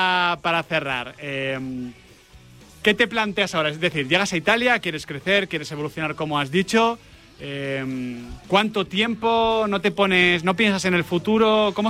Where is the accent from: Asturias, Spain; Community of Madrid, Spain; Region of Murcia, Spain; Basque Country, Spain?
Community of Madrid, Spain; nosotros somos madrileños y tal.